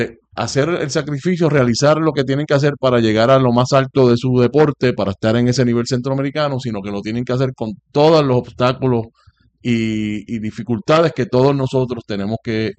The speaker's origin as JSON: {"language": "Spanish", "town": "Vega Baja", "country": "Puerto Rico", "said": "de Vega Baja, de mi pueblo."}